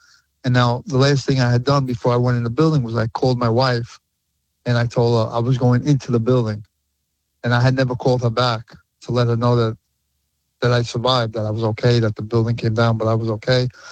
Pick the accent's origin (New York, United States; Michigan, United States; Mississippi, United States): New York, United States; Brooklyn; I knew people from my neighborhood growing up in Brooklyn that I worked in the building in the World Trade Center